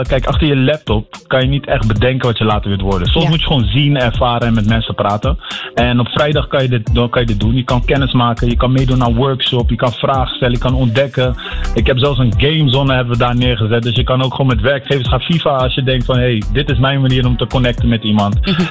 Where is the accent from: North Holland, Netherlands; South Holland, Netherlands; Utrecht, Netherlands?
South Holland, Netherlands; Rotterdam; En ik ben zelf opgegroeid in Delfshaven.